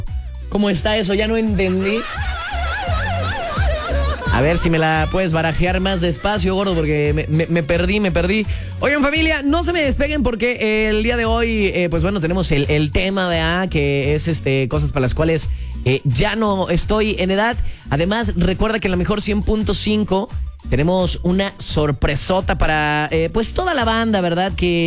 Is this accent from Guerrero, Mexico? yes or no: no; Veracruz, Mexico; Recortine, porque somos jarocho.